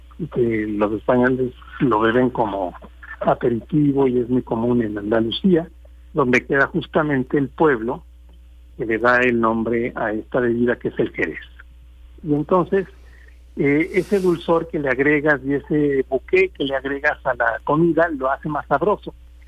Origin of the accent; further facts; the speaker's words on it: Mexico; en particular como mexicanos, de jugar con lo extraño, con lo extranjero, e incorporarlo.